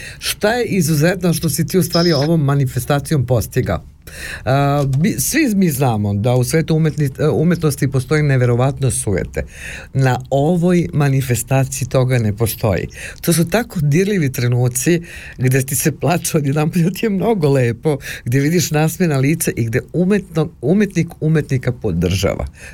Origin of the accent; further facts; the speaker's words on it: Prevešt, Šumadija and Western Serbia, Serbia; nisam ja iz daleka, ja sam iz Prevešta, po Bogu.